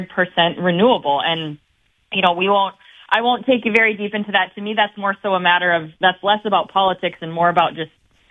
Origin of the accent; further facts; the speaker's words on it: Bismarck, North Dakota, United States; I grew up in Bismarck, a North Dakota native all my life, went to school at Minnesota State University, Moorhead.